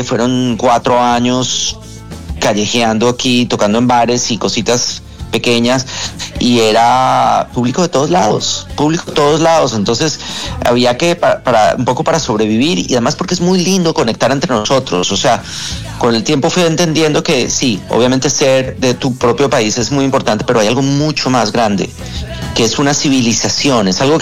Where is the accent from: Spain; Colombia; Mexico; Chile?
Colombia; now in Miami, United States; yo soy colombiano